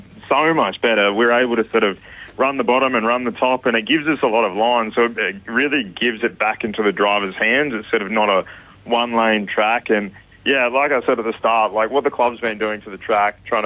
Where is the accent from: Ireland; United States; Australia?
Australia; Mildura, Victoria; Yeah, and growing up in Mildura, I was always fortunate for that.